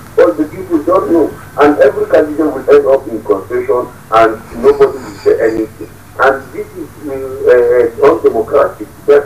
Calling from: Sudan; I'm calling from Sudan.

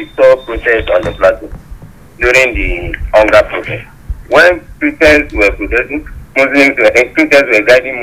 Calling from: Nigeria

